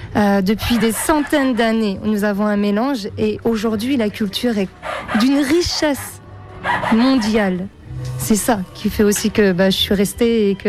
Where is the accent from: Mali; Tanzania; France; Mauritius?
France; Normandy; born there; Je suis née en Normandie, d'une famille très internationale, puisque ma mère est née au Sénégal.